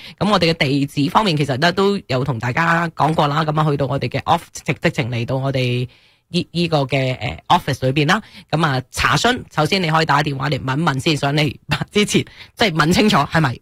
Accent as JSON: {"language": "Cantonese", "country": "Canada", "said": "作为一个加拿大人"}